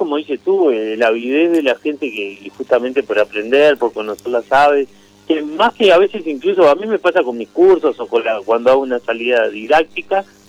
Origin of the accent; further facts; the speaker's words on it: Montevideo, Uruguay; yo voy desde niño a Cerro Largo, pues mi familia es toda de ahí, yo soy de Montevideo.